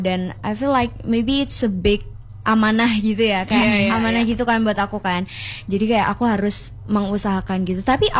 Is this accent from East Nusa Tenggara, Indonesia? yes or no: no; Gondanglegi, East Java, Indonesia; Dan aku tuh anak aku dari kecamatan yang namanya itu Kecamatan Gondanglegi.